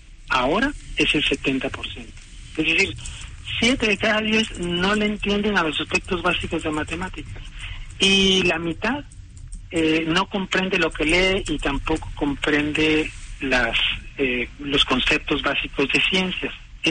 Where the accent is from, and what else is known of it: Mexico